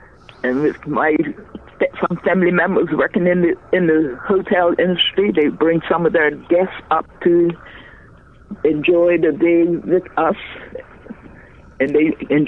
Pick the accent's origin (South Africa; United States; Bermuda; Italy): Bermuda; Somerset, Sandys Parish; I was born and bred in Somerset, so I am strictly Somerset.